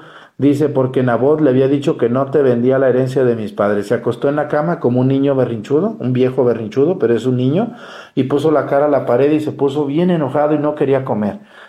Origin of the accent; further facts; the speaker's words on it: Mexticacán, Jalisco, Mexico; Miren, les voy a poner el ejemplo de mi pueblo. Mi pueblo Mesticacán es un pueblo muy pequeño, casi un rancho.